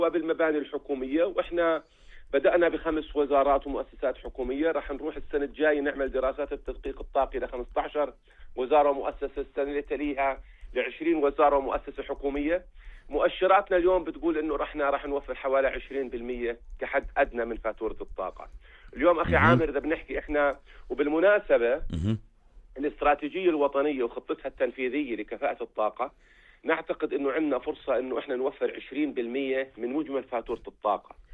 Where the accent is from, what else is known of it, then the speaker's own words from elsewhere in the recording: Jordan; اللي عندنا بالأردن